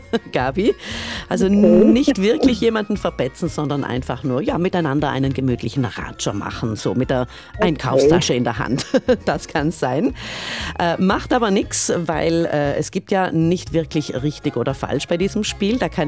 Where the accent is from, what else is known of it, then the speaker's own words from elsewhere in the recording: Trentino-Alto Adige, Italy; als gebürtige Unterlandlerin